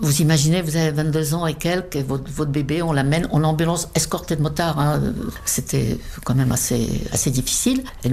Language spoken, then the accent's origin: French; České Budějovice, South Bohemian Region, Czechia; French is a second language; moved away as an adult; now in Paris, France; Je suis très très attachée à mon pays natal, presque trop je dirais. Peut-être aussi parce que c'est la Bohême du Sud qui est quand même une très jolie région.